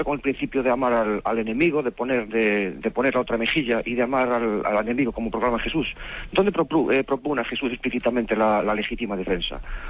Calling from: Pontevedra, Galicia, Spain; Hola, buenos días, monseñor. … de Pontevedra.

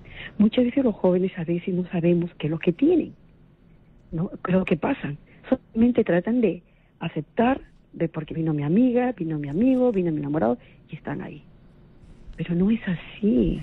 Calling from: Ica, Peru; hablo de Ica.

